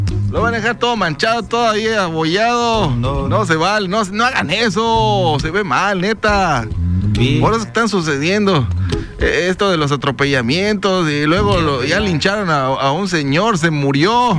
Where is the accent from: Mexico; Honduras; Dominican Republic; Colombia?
Mexico; yo soy mexicano, aquí nací, aquí me crié